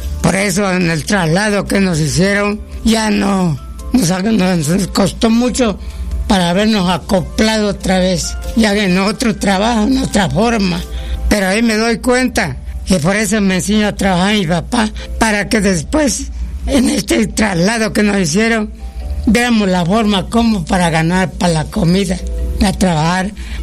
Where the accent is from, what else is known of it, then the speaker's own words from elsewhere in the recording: Mexico; now in Nuevo Usumacinta, Mexico; Ahí nacimos y ahí quedó nuestro ombligo.